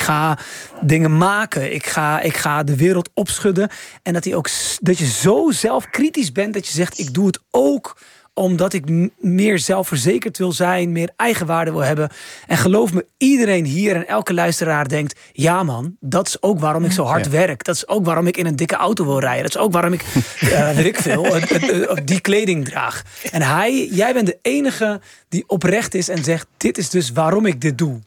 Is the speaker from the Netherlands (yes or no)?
yes; Rotterdam, South Holland, Netherlands; Ik kom uit... Blijswijk, eigenlijk Rotterdam. Ja. Ik kom uit Rotterdam